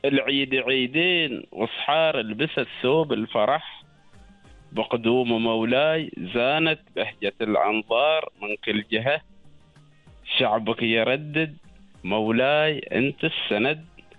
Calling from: Oman; ثقافة لنا احنا كعمانيين

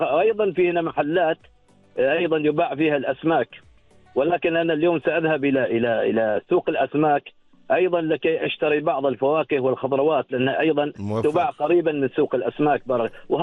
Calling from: Oman; وإذا قالوا عنا سياد يعني كعمانيين، نعم ما زلنا نحن سياد

